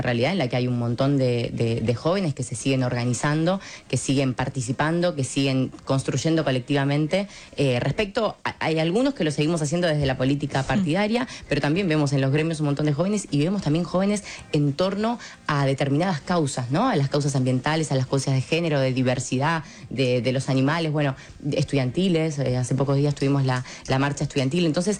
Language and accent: Spanish; Florencio Varela, Buenos Aires Province, Argentina; yo soy de Florencio Varela